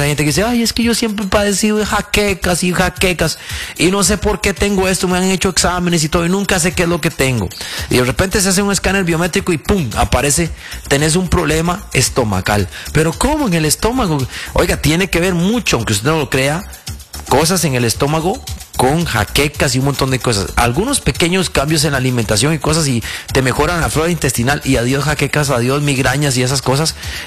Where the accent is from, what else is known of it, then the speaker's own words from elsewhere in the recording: San José de la Montaña, Heredia, Costa Rica; born there; vengo allá de San José de la Montaña, en la mañana usted tenía frío